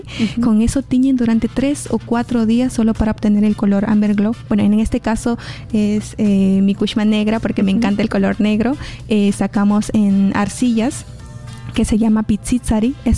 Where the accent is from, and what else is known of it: Peru; moved away as an adult